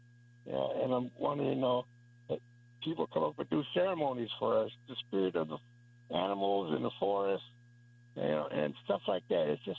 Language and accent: English; Minnesota, United States; I live up in Duluth, Minnesota. I'm originally from the Wilderness Reservation up in Minnesota